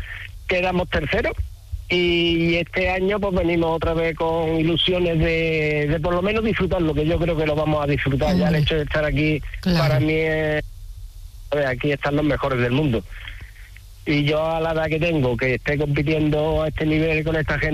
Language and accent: Spanish; Jerez de la Frontera, Andalusia, Spain; now in El Bosque, Spain; Mira, yo soy de Jerez, vale. Pero vivo entre el Bosque desde hace mucho tiempo y el Gastor, el pueblo de mi pareja.